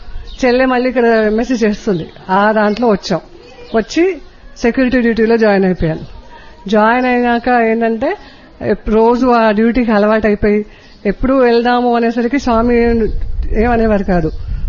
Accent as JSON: {"language": "Telugu", "town": "Hyderabad", "region": "Telangana", "country": "India", "said": "నేను హైదరాబాద్ నుండి వచ్చాను. నేను 1995-1998 ఇక్కడ చదివాను."}